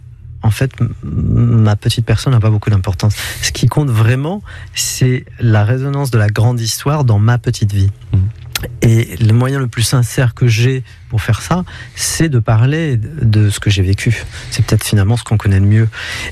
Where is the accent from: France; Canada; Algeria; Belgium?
Algeria; Kabylie; born there; moved away; Moi, je suis né en Algérie, dans les montagnes Kabyles.